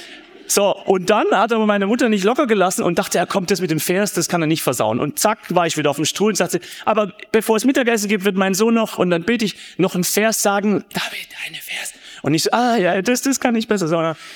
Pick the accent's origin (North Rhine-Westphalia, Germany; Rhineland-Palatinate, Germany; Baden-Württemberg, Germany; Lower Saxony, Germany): Baden-Württemberg, Germany; Gaildorf; So, und die Frau Kadel, die war berühmt in Geildorf, wo ich aufgewachsen bin, auf der Kocherbrücke